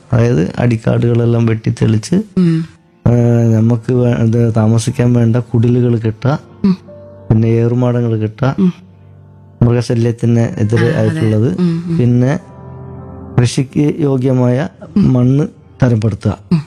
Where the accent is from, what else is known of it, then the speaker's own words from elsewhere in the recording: Thirunelli, Kerala, India; അതായത് വയനാട് ജില്ലയിലെ മാനന്തവാടി താലൂക്കിൽ തിരുനെല്ലി ഗ്രാമപഞ്ചായത്തിലാണ് ഈ ഉന്നതി സ്ഥിതി ചെയ്യുന്നത്. ആ ഉന്നതി തന്നെയാണ് ഞാൻ ജനിച്ച് വളർന്നതും ജീവിച്ചു പോകുന്നതും.